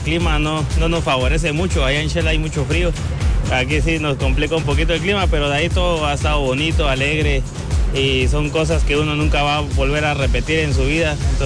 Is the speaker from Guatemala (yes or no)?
yes; Quetzaltenango, Guatemala; now in -; Venimos desde Quetzaltenango al partido.